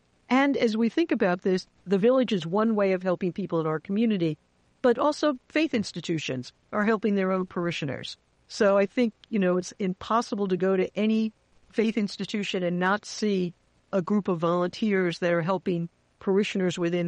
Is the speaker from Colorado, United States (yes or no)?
no; New York, United States; because I'm a New Yorker, so I talk fast